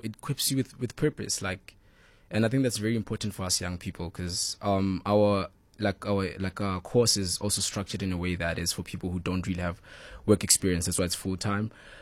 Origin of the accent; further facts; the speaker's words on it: Hillbrow, Gauteng, South Africa; also born or lived in Kempton Park; I was born in Hillbrow. I lived there for 12 years and then moved to Kempton Park.